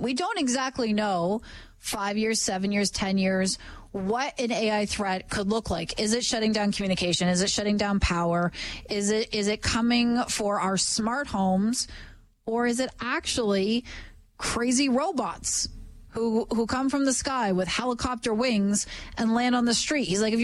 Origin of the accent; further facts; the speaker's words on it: Ontario, Canada; If you go back in time, I'm from Ontario. I grew up through the infamous ice storm of Eastern Ontario of 1998.